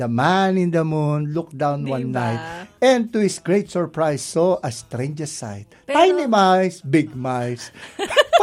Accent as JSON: {"language": "Tagalog", "town": "Tondo", "region": "Metro Manila", "country": "Philippines", "said": "Yung ako sa amin sa Tondo, pabilisan ang pag-ubos ng tabako eh."}